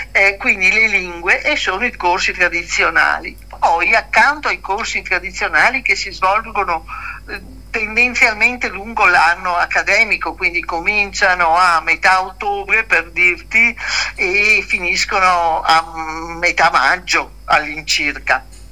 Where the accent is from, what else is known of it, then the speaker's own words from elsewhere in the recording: Venice, Veneto, Italy; also born or lived in Mestre; Io sono veneziana dentro